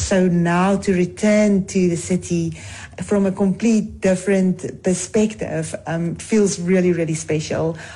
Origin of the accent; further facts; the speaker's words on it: Free State, South Africa; moved away; As a freestyle girl myself, who spent my entire young years growing up in the Free State, who called Mangaung home for many years studying there